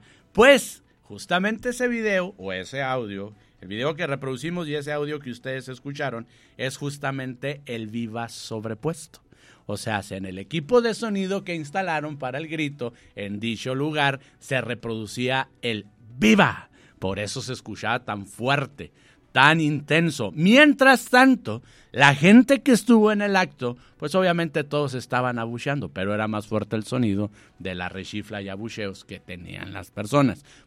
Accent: Mexico; porque nosotros como mexicanos nos queremos independizar

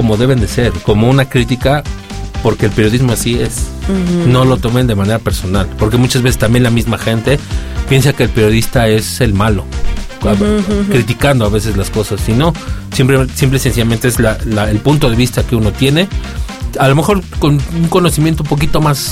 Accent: Mexico; todo lo que vivimos como mexicanos en esta Copa del Mundo

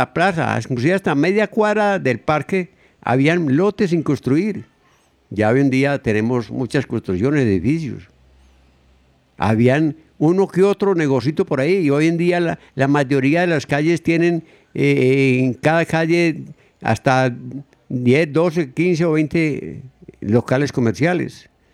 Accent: Amagá, Antioquia, Colombia; born there; usted que jugó conmigo en las calles de mi pueblo

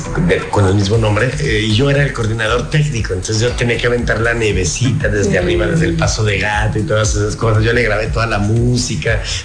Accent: Torreón, Coahuila, Mexico; moved away as an adult; also born or lived in Mexico City; yo nací aquí en Torreón, ¿no? El 12 de septiembre, justo hoy.

